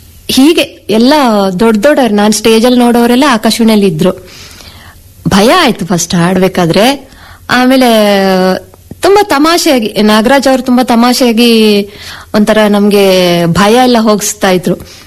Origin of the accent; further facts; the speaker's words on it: Kukke Subramanya, Karnataka, India; moved away; ನಾನು ಕುಕ್ಕೆ ಸುಬ್ರಹ್ಮಣ್ಯದವಳು.